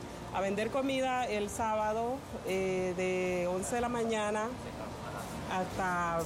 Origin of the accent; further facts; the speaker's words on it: El Progreso, Yoro, Honduras; moved away as an adult; now in Miami, United States; Del Progreso Lloro.